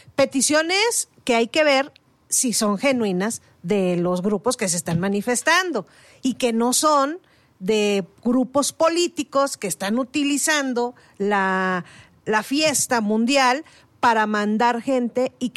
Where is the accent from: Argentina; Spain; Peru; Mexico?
Mexico; Somos muchísimos los mexicanos.